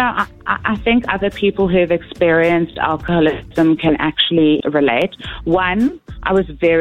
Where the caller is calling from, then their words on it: Johannesburg, Gauteng, South Africa; I'm listening from 4A's Johannesburg.